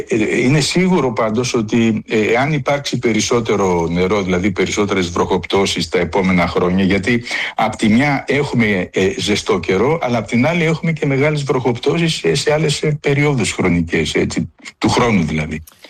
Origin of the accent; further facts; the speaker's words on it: Athens, Attica, Greece; Εγώ πιτσιρικά θυμάμαι που μεγάλωσα στην Αθήνα